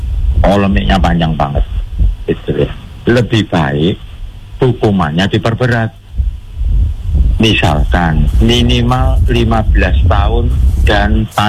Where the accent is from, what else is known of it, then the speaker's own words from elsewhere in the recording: Sidoarjo, East Java, Indonesia; Ini saya ini kan dari Sidoarjo nih, Jawa Timur.